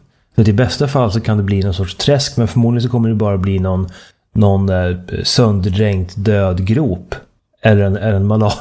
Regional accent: Germany; now in Sweden; jag hörde i min barndom i Östtyskland

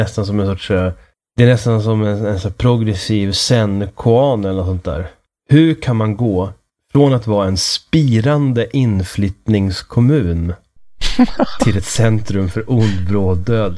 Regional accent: Uppsala, Uppsala County, Sweden; Det är inte alls lika illa ställt i min hemstad. Alltså i Stenhagen och Gottsunda och sånt där.

